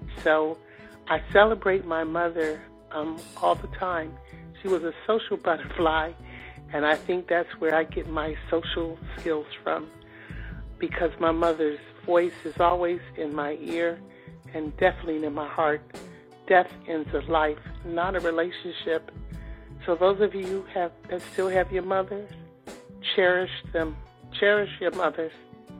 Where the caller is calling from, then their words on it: Washington, District of Columbia, United States; I'm calling from Northwest D.C.